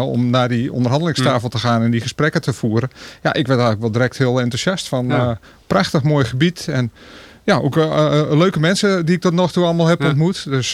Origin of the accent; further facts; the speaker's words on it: Leeuwarden, Friesland, Netherlands; moved away as an adult; also born or lived in Arnhem; now in Brummen, Netherlands; ik ben in 1976, dus het is een kroonjaar. Geboren in Leeuwarden en ook getogen in Leeuwarden. Ik heb daar heel wat voetsporen liggen. Ik heb daar bestuurskunde gestudeerd na de middelbare school. En daarna eigenlijk uitgewaaid. En ik heb lang in Arnhem gewoond.